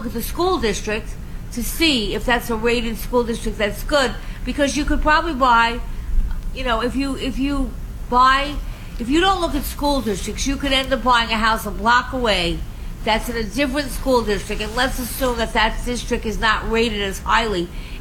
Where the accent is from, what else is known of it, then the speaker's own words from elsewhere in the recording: Long Island, New York, United States; I grew up on Long Island